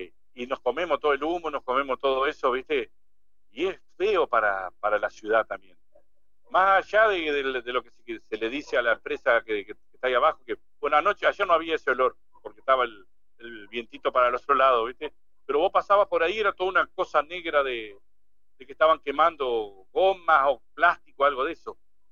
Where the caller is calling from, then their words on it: Diamante, Entre Ríos, Argentina; es porque somos de Diamante.